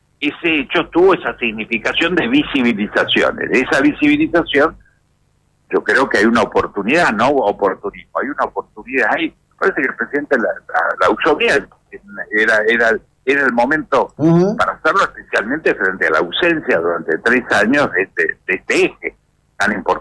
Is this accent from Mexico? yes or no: no; Argentina